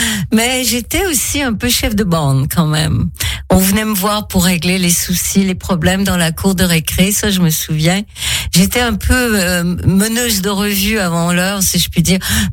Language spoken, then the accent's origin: French; Quebec, Canada; also born or lived in Paris; de Paris, nous sommes partis en Abitibi-Témiscamingue, qui est une région minière au Québec, entre Montréal et la baie de James, la baie d'Hudson.